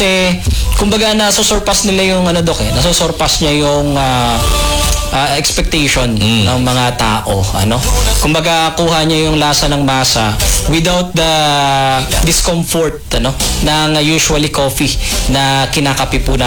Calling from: Marilao, Central Luzon, Philippines; Hello, Doc. … from Marilao, Bulacan.

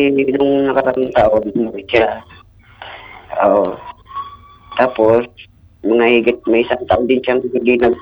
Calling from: Bacolod, Western Visayas, Philippines; taga Bacolod.

